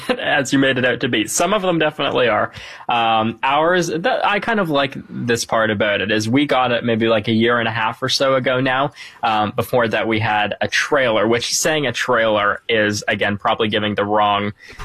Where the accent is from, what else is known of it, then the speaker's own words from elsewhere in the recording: Canada; And that was interesting just because I'm from Canada, who anyone does who doesn't know me.